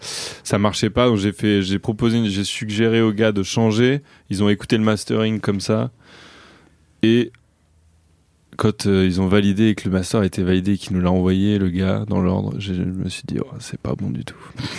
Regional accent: Bagnoles-de-l'Orne, Normandy, France; Moi j'ai grandi à Bagnoles de l'Orne

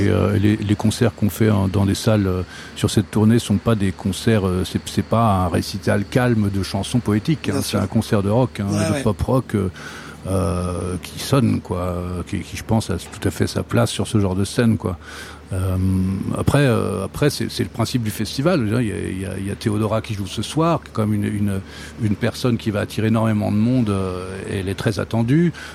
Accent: Brittany, France; moi, j'ai grandi en Bretagne, au bord de la mer.

